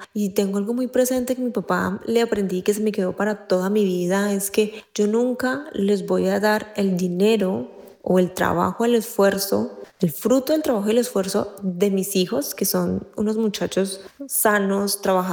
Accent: Colombia; moved away as an adult; now in Bremen, Germany; Mi infancia en Colombia, hermosa. Yo recuerdo cuando mi papá nos llevó para el campo, eso fue más o menos en el año 2000

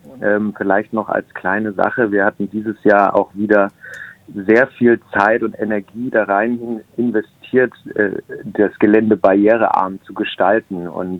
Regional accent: Reichenbach im Vogtland, Saxony, Germany; Ich komme selber aus Reichenbach im Vogtland

